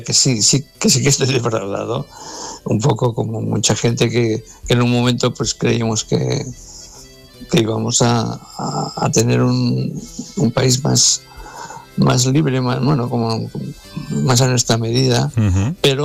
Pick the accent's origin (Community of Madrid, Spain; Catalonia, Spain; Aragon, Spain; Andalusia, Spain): Catalonia, Spain; Bueno, como los catalanes siempre... Hemos sido un pueblo derrotado, o sea, y hasta incluso celebramos las derrotas, como el 11 de septiembre se conmemora una gran derrota.